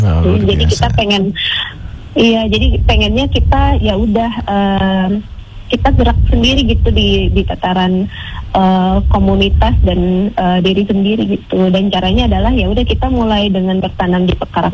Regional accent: Makassar, South Sulawesi, Indonesia; halo Pak Wibi, saya juga dari Makassar.

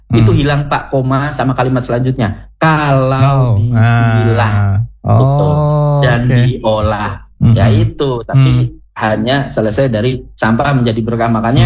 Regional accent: Central Java, Indonesia; accent: Ngapak; Kita wong Jawa Tengah ngomongnya Jawa ngapak gitu kan, bandres gitu kan.

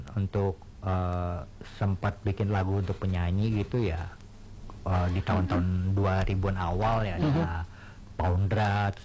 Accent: Jakarta, Indonesia; Asli dari Jakarta, Indonesia.

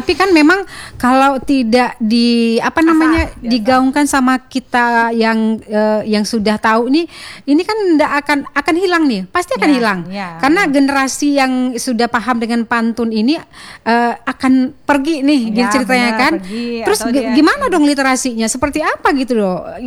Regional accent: Pekanbaru, Riau, Indonesia; Jadi banyak sekali hal-hal yang perlu kita pahami sebagai kita warga Kota Pekanbaru.

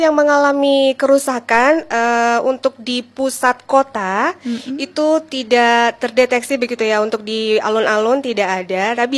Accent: Sampang, East Java, Indonesia; sebagai orang Sampang

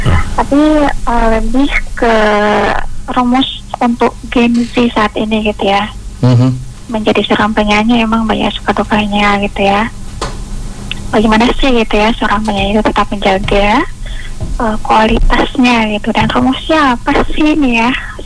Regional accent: Maluku, Indonesia; saya dari Indonesia, Maluku Tengah Pulau Serang.

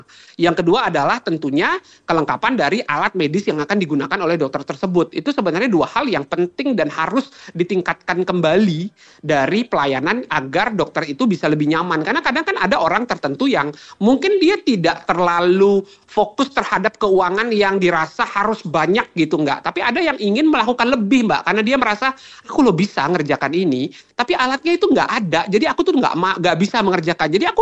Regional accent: West Nusa Tenggara, Indonesia; Tapi kalau saya mendengar teman-teman saya di daerah di luar NTB ya

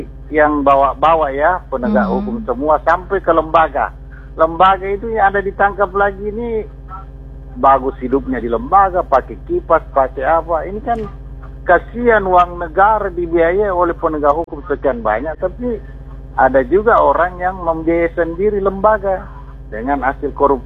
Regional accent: Parepare, South Sulawesi, Indonesia; Kalau kita ini orang Parepare tidak ada masalah.

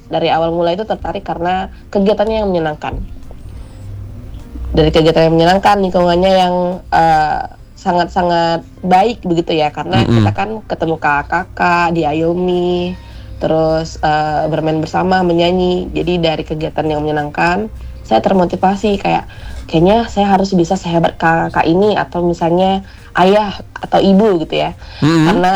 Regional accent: Ketapang, West Kalimantan, Indonesia; saya dari Ketapang, Kalimantan

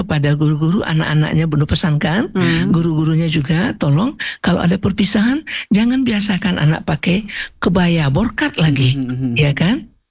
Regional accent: West Sumatra, Indonesia

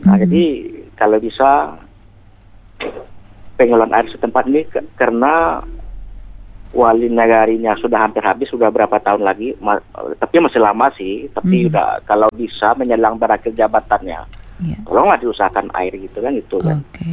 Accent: West Sumatra, Indonesia; Di Kabupaten Solo sana

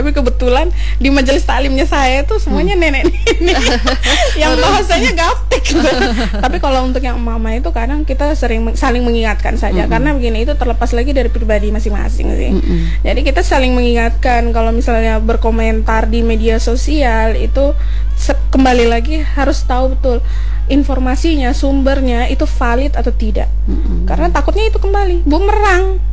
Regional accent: East Nusa Tenggara, Indonesia; untuk kita warga NTT

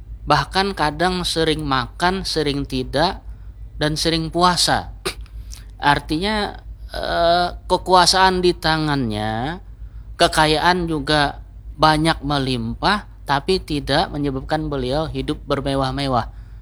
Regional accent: South Kalimantan, Indonesia; Kalau kita orang Banjar Bahari ya, mungkin masih ingat tikar purun pula.

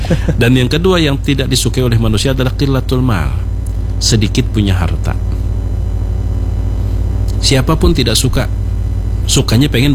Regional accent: Kalimantan, Indonesia; Apalagi kita ini orang Kalimantan

